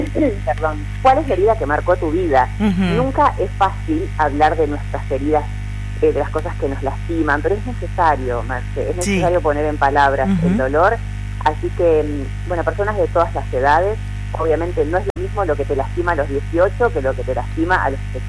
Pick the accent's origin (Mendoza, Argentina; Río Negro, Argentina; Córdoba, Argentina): Río Negro, Argentina; Campo Grande; moved away; ir al balneario de Campo Grande, sí, grabarse en la chacra de los abuelos, ¿entendés? Vamos, me traigo un pedacito de mi pueblo acá, al cemento de la ciudad